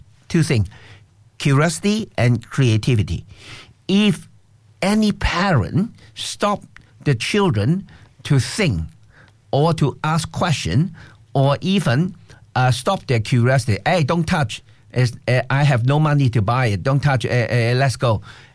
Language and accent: English; Hong Kong; So I'm from Hong Kong.